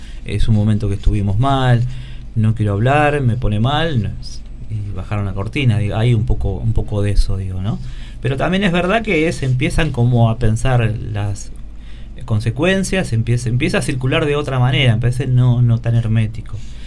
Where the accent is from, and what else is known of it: Argentina